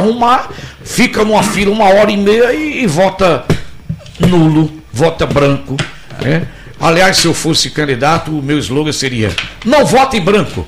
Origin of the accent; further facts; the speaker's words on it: Brazil; como brasileiro, como cidadão, a gente tem que votar.